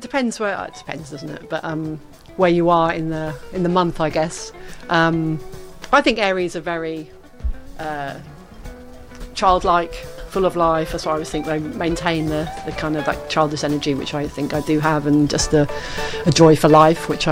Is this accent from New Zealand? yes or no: no; Great Yarmouth, East of England, United Kingdom; moved away as an adult; now in Australia; obviously I've grown up here.